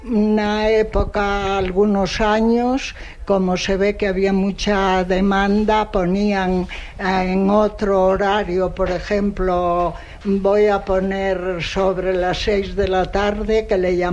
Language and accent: Spanish; Anllares, Castile and León, Spain; also born or lived in Páramo del Sil; soy de Anllares.